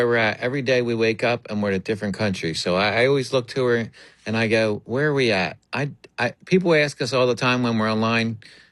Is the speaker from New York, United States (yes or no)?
no; New Jersey, United States; I am from New Jersey, so you know what that means, right?